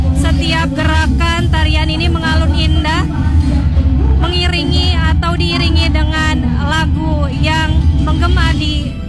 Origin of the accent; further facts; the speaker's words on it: Java, Indonesia; Yang tentu saja saya dari Jawa begitu, sangat berbeda begitu.